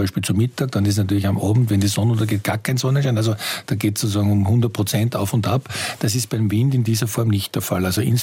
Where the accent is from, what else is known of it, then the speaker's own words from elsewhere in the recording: Austria; wir können uns als Österreicher